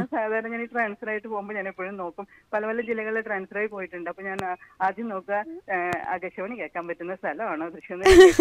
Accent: Peruvemba, Kerala, India; moved away as an adult; now in Kozhikode, India; ഇപ്പൊ താമസിക്കുന്നത് നാട് പെരുവമ്പ്, ഞാൻ ജനിച്ചു വളർന്ന നാട്. ഞാനിപ്പോ താമസിക്കുന്നത് കോഴിക്കോടാണ്. കാരണം എനിക്ക് ജോലി ഇങ്ങോട്ട് പ്രൊമോഷനായി ട്രാൻസ്ഫർ ആയപ്പോ കോഴിക്കോട്ടേക്ക് വന്നതാണ്.

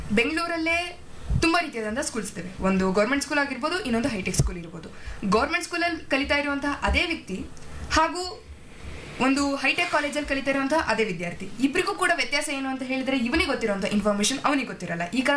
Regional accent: Karnataka, India; ನಾವು ಯಾವಾಗ ಕರ್ನಾಟಕದವರು ಬೇರೆ ದೇಶಕ್ಕೆ ಹೋಗ್ತೀವೋ ಅವಾಗ ಮಾತ್ರ ನಾವು ಬೇರೆ ಭಾಷೆನ ಕಲಿಬೇಕು

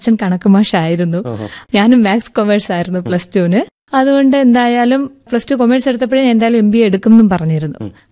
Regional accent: Kerala, India; അപ്പൊ ഞാൻ മാത്രമേ മലയാളിയുള്ളൂ.

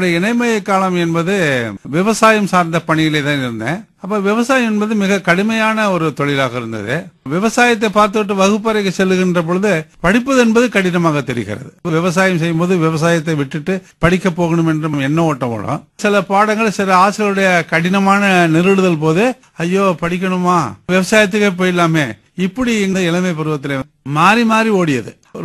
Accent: Kavanna Puthur, Tamil Nadu, India; born there; தஞ்சை மாவட்டம் போரக்கோட்டைக்கு அருகில் உள்ள காவண்ணா புதூர் என்ற ஊரிலே 1957 பிறந்தேன்.

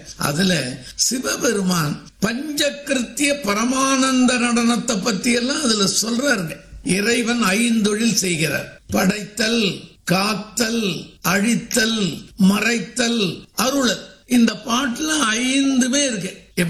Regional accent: Chidambaram, Tamil Nadu, India; சிதம்பரமே தான். அங்க இருந்து கொண்டு தமிழ் பணிய இறை பணியும் செய்கிறேன்.

